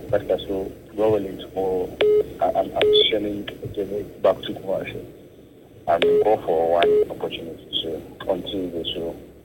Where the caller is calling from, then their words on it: Accra, Greater Accra, Ghana; I'm calling from Accra.